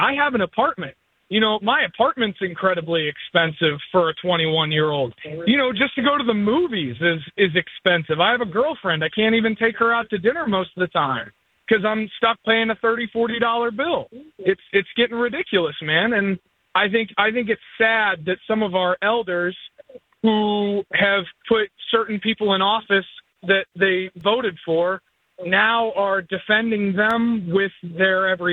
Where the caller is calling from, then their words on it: Worcester, United States; here in Worcester